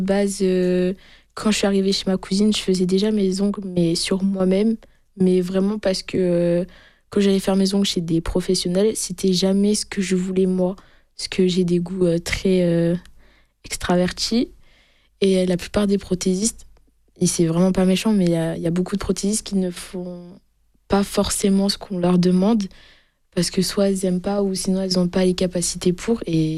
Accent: Honfleur, Normandy, France; moved away as an adult; now in southern France; Je viens de Honfleur, en Normandie, dans le Calvados.

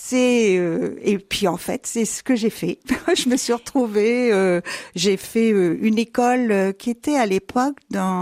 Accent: Chaumont-en-Vexin, Hauts-de-France, France; born there; Alors, je suis née dans l'Oise. À Chaumont-en-Vexin, exactement.

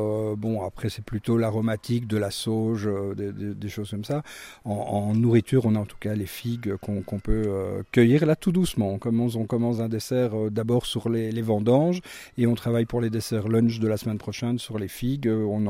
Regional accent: Brussels, Belgium; now in Sancerre, France; On vient d'une ville, donc de Bruxelles. On arrive à Sancerre qui est plutôt village et ses alentours

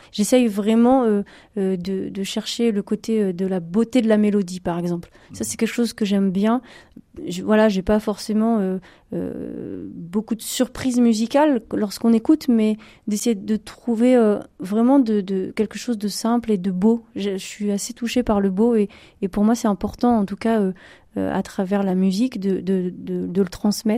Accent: Centre-Val de Loire, France; also born or lived in Réunion / Thiron-Gardais; now in Vimoutiers area, Orne, France; J'ai grandi dans le Perche et puis mes origines plus profondes, c'est l'île de la Réunion.

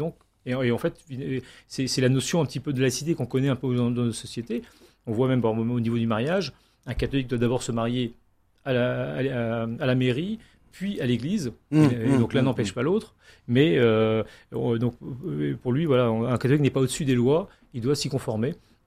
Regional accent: Grand Est, France; Et donc l'abbé Grégoire aussi qui peut nous intéresser en tant que Lorrain

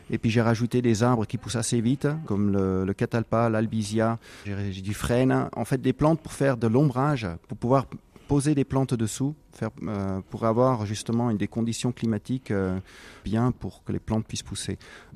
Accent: Cosne-d'Allier, Auvergne-Rhône-Alpes, France; now in Hérisson, France; Moi, je suis originaire de Cône, je voulais m'installer en espace vert sur le secteur de Cône d'Allier.

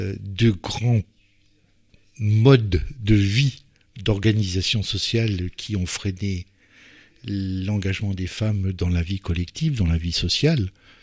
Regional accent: Homécourt, Grand Est, France; je suis originaire d'Oboué.

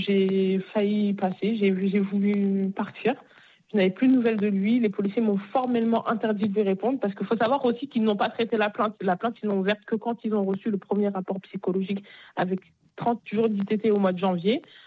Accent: Bagneux, Île-de-France, France; Parce que moi, je viens de Bagneux.

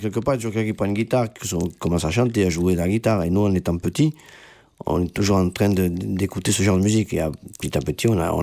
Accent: Carcassonne, Occitanie, France; nous sommes originaires de Carcassonne.

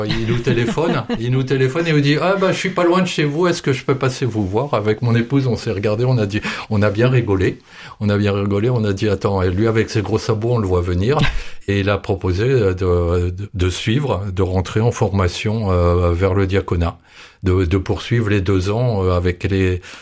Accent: Occitanie, France

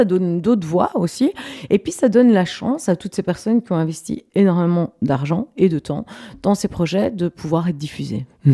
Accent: Belgium; quand on est belge, on n'est pas dans une culture non plus musicale, de vente musicale

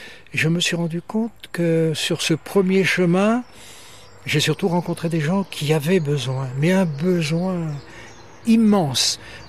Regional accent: Guimiliau, Brittany, France; moved away as an adult; now in Lampaul-Guimiliau, France; je suis né à Guimillot, la maison la plus proche de l'enclos paroissial

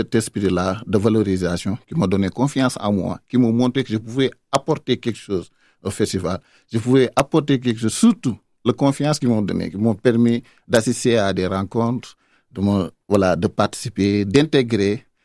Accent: Senegal; moved away as an adult; now in France; moi, au Sénégal, j'ai travaillé dans le ministère des Infrastructures et des Transports. Je suis en France depuis 2 ans.

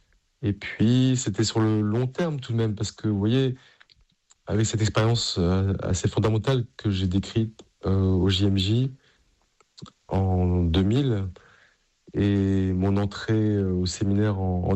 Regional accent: Paris, Île-de-France, France; là où j'ai grandi, la paroisse Saint-Médard en bas de la rue Mouffetard à Paris, qui m'a accompagné pendant ces années d'étudiant.

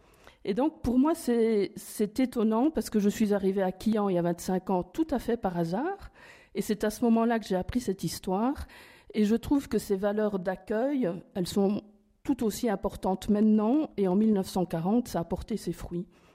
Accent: northern France, France; now in Aude, France; je viens du Nord

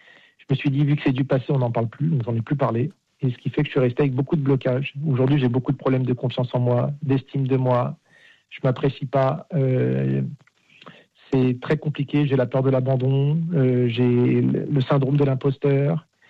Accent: Nanterre, Île-de-France, France; de base, moi, j'étais de Nanterre, j'étais dans une cité. Donc, je suis arrivé à Rueil-Malmaison.

